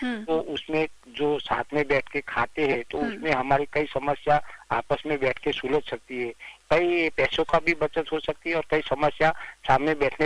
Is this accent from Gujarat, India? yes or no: yes; Patan district, Gujarat, India; born there; now in Ahmedabad, India; मैं रहता हूँ अहमदाबाद और मेरा गांव का नाम है डेर, तहसील जिला पाटन।